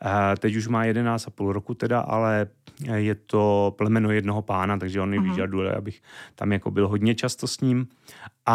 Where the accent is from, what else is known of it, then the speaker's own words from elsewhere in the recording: Šumperk, Olomouc Region, Czechia; dojížděl jsem vždycky z Šumperka a je to proto, protože já si myslím, že za prvé svým založením jsem takový, řekl bych, trochu klidnější člověk, možná jako opravdu z malého města